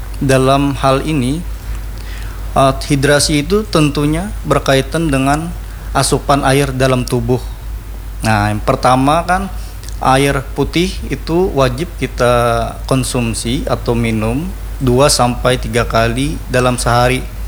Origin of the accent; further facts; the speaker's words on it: South Kalimantan, Indonesia; kita orang Banjar tuh pengamihan.